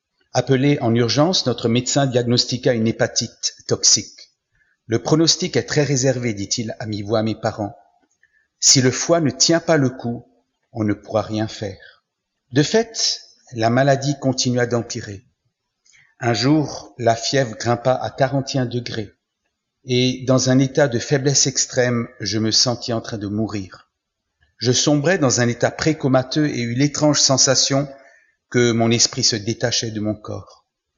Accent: Mulhouse, Grand Est, France; born there; je suis né à Mulhouse en Alsace en 1948 après la Seconde Guerre mondiale.

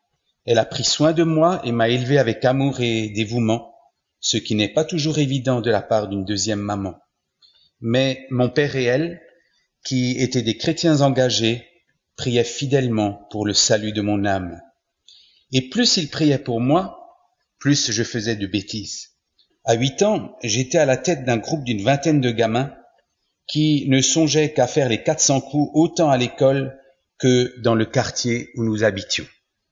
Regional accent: Mulhouse, Grand Est, France; born there

